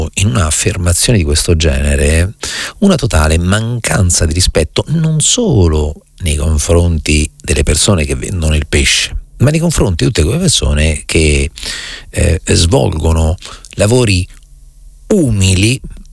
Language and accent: Italian; Recanati, Marche, Italy; Io ricordo che quando ero piccolo a Recanati, due giorni a settimana, solo due giorni a settimana, Recanati non sta sul mare, ok? È in collina, a 298 metri sul livello del mare